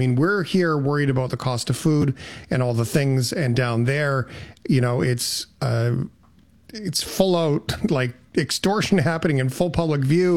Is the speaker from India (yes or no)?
no; Canada; I find stories like this as a Canadian taxpayer